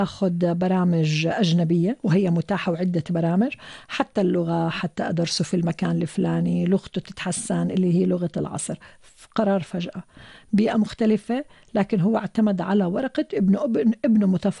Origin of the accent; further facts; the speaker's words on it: Jordan; عندنا بالأردن